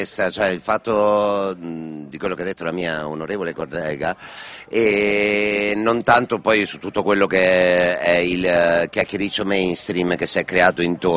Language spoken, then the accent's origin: Italian; Civitanova Marche, Marche, Italy; born there; Io nasco a Civitanova Marche, in un piccolo paesino vicino al mare.